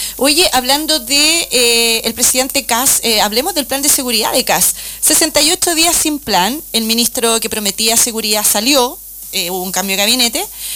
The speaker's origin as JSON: {"language": "Spanish", "country": "Chile", "said": "Somos todos chilenos y chilenas."}